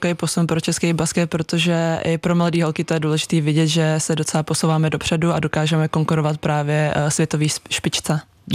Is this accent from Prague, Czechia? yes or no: yes; Prague, Czechia; Jsem z Prahy, takže v Praze